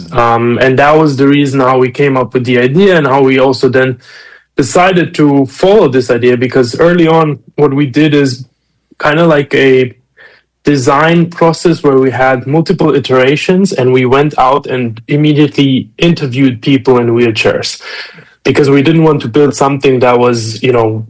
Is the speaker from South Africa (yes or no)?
no; Germany; also born or lived in Romania / Munich, Germany; I am originally from Romania, was born in Romania, but grew up in Germany. So we moved to Germany when I was around 6-7 years old. And just did my high school there